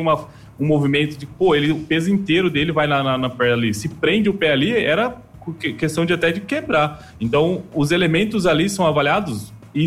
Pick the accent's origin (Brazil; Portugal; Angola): Brazil; eu sou brasileiro fanático